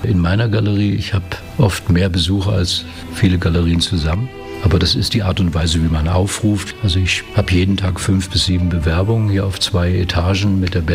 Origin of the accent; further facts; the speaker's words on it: Usedom, Mecklenburg-Vorpommern, Germany; also born or lived in Brandenburg / Berlin; now in Dresden, Germany; ich bin gebürtiger Brandenburger, Preuße, dann aufgewachsen an der Ostsee, am Meer, auf der Insel Usedom, dann lange in Berlin, das Studium und dann Malerei, Grafik studiert in Dresden und dann in dieser wunderschönen norditalienischen Stadt Dresden in der Tupperdose kleben geblieben.